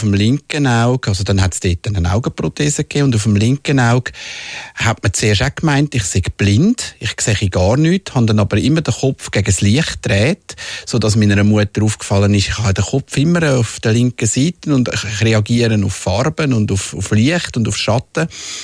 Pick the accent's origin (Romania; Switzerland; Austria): Switzerland; Winterthur, Zurich; born there; ich bin zuerst in Winterthur aufgewachsen, bei den ersten 7 Jahren